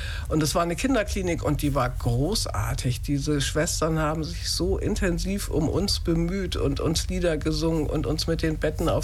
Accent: Hamburg, Germany; Der Bereich nannte sich die Walddörfer. Ich komme aus Hamburg-Volksdorf.

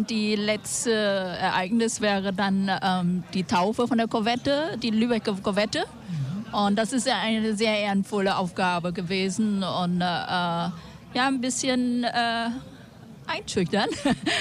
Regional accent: Vietnam; Da, ja, bin Vietnamesen.

